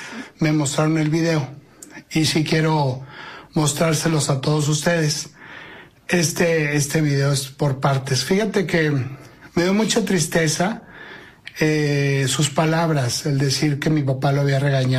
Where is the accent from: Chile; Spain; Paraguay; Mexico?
Mexico; northern Mexico; porque mi papá, o nosotros como norteños, hablamos muy, muy golpeado